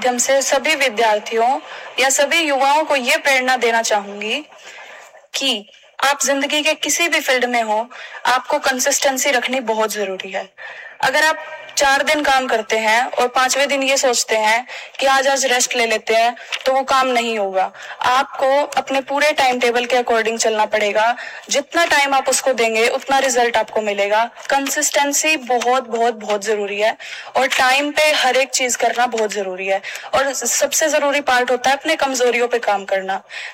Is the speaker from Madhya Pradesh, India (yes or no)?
no; Hisar, Haryana, India; मैं हिसार हरियाणा से रहने वाली हूँ